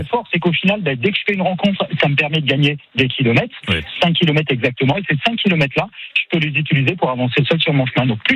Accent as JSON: {"language": "French", "town": "Beaugency", "region": "Centre-Val de Loire", "country": "France", "tie": "born there", "lives_now": "Orléans, France", "said": "J'ai été lycéen à Beaugency."}